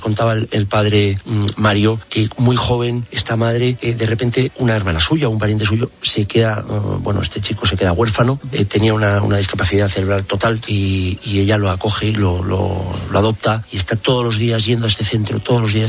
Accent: Navarre, Spain; O sea, es de verdad que yo, como español, como navarro, como católico, estoy muy orgulloso de esa gente.

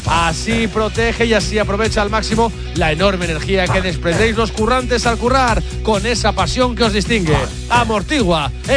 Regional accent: Madrid, Community of Madrid, Spain; A los que somos de Madrid y nos sentimos de Madrid lo celebramos

